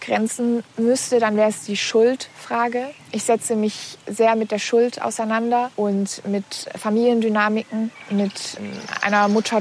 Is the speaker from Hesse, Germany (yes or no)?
no; Berlin, Germany; moved away as an adult; now in Bayreuth, Germany; ich komme aus Berlin, Jahrgang 98.